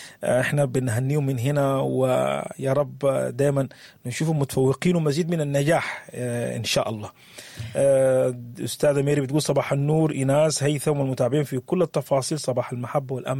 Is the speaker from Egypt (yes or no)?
no; Sudan